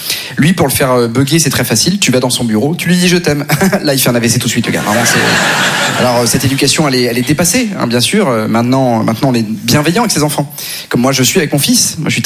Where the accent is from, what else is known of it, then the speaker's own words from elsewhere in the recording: Neuilly-sur-Seine, Île-de-France, France; je viens de Neuilly, famille nombreuse, mais en plus, j'ai été éduqué dans une éducation catho-tradi.